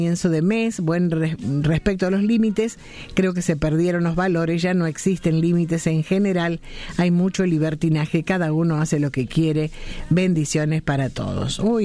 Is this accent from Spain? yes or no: no; Berrotarán, Córdoba, Argentina; Un grupo folclórico de mi pueblo que suena muy bien. Así lo conoce el público. Soy de Berrotarán.